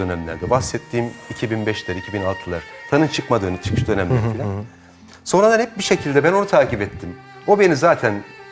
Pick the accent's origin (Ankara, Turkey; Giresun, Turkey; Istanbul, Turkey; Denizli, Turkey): Ankara, Turkey; Biz Ankaralıyız. Ankara müzisyenleriyiz.